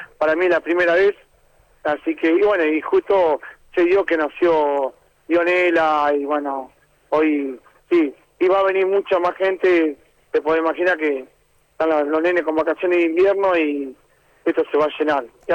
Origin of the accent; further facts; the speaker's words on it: Carmen de Patagones, Buenos Aires Province, Argentina; Venimos de Carmen de Patagones.